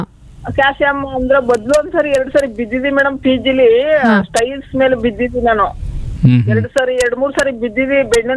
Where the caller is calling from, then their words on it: Mysore, Karnataka, India; ಮೈಸೂರಿಂದ.